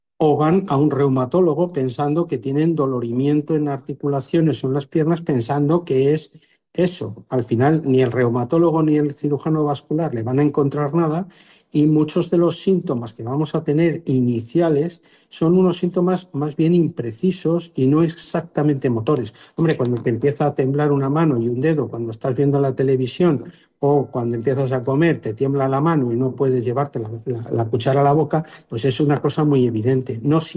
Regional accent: Fresno el Viejo, Castile and León, Spain; Eso en mi pueblo, por ejemplo, en Castilla, en Fresno el Viejo y Salamanca, era la norma.

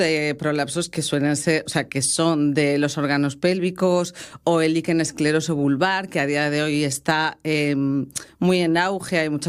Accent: Santander, Cantabria, Spain; now in Caravia, Spain; Pues yo ya me empecé a especializar antes de venir a vivir aquí a Asturias, que yo soy de Santander. Y al principio, claro, pues era hace 12 años que llevo aquí. Me vine a vivir a Caravia

